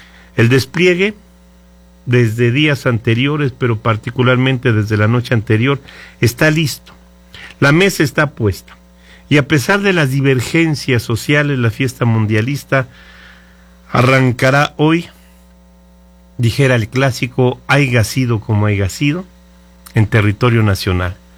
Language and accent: Spanish; Mexico